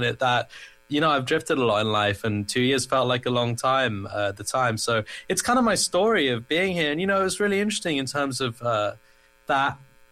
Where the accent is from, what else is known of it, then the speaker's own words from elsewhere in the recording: Canterbury, South East England, United Kingdom; when I grew up in Canterbury, like, there wasn't much. That's a tiny, tiny, antiquated, it's not even really a city.